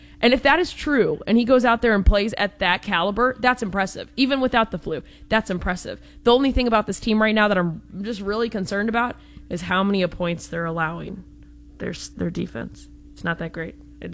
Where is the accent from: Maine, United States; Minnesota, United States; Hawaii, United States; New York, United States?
New York, United States; Rochester; now in Houston, United States; I'm in Houston right now, but I'm visiting family from Rochester, New York.